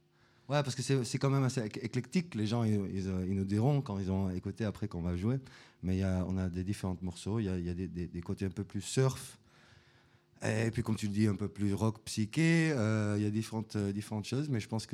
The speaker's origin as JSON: {"language": "French", "town": "Amsterdam", "region": "North Holland", "country": "Netherlands", "accent": "Dutch", "second_language": "French", "said": "Mon accent, c'est néerlandais."}